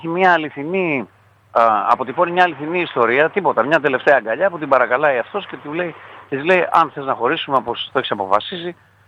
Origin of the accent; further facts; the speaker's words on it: Sitia, Crete, Greece; εμείς στη Σιτία που είμαστε από τη Σιτία είμαστε πολύ επηρεασμένοι από τους ενετούς και το καταδόρικο, ας πούμε, το νησιώτικο.